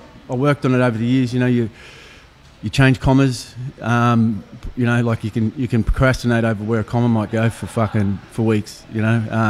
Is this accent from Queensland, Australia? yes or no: yes; Queensland, Australia; I'm from Queensland. I've been down in Victoria for about 4 or 5 years.